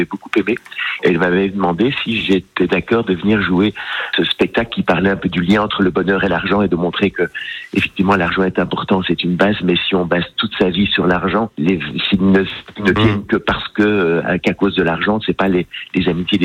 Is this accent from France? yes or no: no; Belgium; Je viens de Belgique, il vient de Marseille.